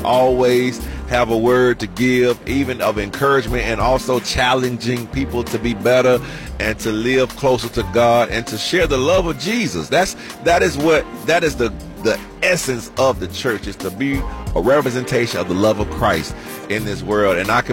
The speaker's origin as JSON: {"language": "English", "region": "Southern United States", "country": "United States", "said": "I'm from the South, so I love a good plate."}